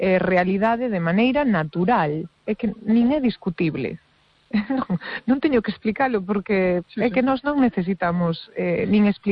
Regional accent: Burela, Galicia, Spain; compañeiros e compañeiras de con pais e nais de Cabo Verde que les xa naceron en Burela e para min pues, son de Burela igual que son eu.

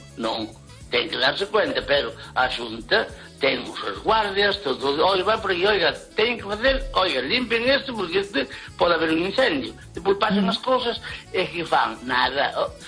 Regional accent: Lugo, Galicia, Spain

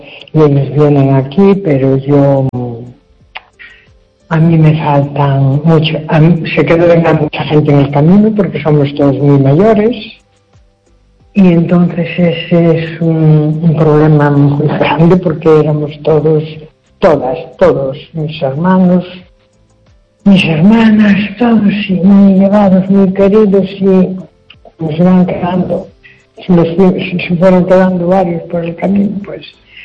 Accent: Luarca, Asturias, Spain; now in A Coruña, Spain; yo soy asturiano.

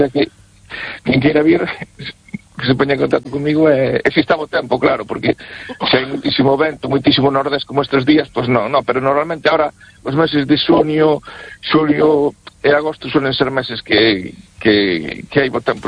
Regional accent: Cee, Galicia, Spain; now in A Coruña, Spain

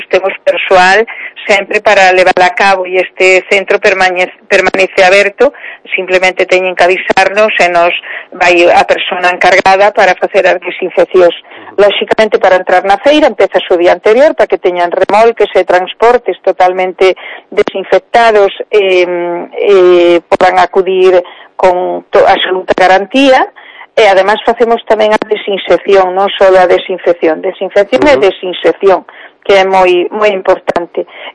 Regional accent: Monforte de Lemos, Galicia, Spain; eu que son de Monforte, hai xente que me dice, vamos a comer o polvo ali porque debe ser da auga que está riquísimo

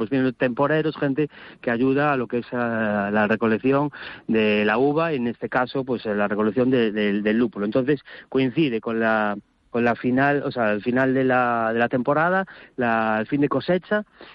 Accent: A Coruña, Galicia, Spain; moved away as an adult; now in Betanzos, Spain; yo soy de Coruña, pero yo llevo ya aquí 15 años viviendo

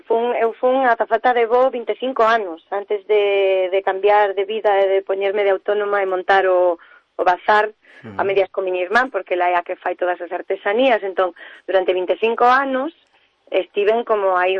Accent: Galicia, Spain; Sabe comer, pero sí, pero comer, comer como boa galega dáseme bastante ben.

